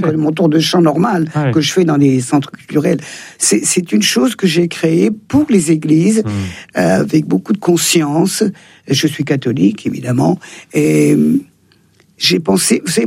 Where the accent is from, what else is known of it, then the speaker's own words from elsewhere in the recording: Auvergne-Rhône-Alpes, France; savoyarde. J'ai des habitudes savoyardes. Je suis plus savoyarde que française. D'ailleurs, les Savoyards, on est français depuis 150 ans.